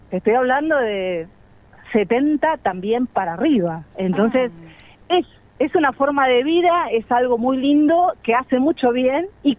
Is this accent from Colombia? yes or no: no; Mar del Plata, Buenos Aires Province, Argentina; now in Bariloche, Argentina; Soy de Mar del Plata, pero ya te digo que soy patagónica. Ya hace muchos años que vivo acá, me casé acá, tuve mis hijos.